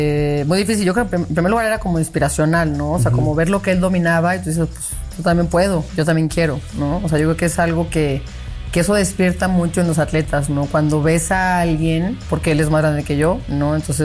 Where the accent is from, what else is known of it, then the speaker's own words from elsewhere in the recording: Mexico; moved away as an adult; una mexicana.